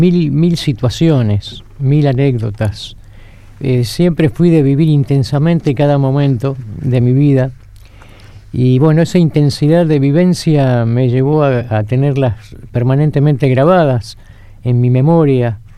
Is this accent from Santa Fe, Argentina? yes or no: yes; Rosario, Santa Fe, Argentina; Y bueno, y cursé toda mi infancia ahí en el barrio, donde teníamos la canchita de fútbol, ahí por calle Uriburu